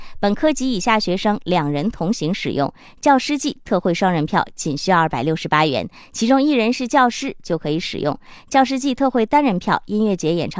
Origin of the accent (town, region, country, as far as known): China